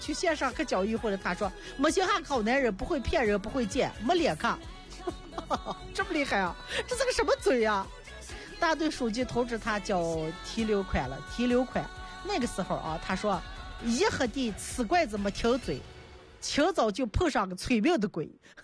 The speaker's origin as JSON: {"language": "Chinese", "region": "Shaanxi", "country": "China", "accent": "Northern Shaanxi dialect", "said": "我们陕北人常说的挂打"}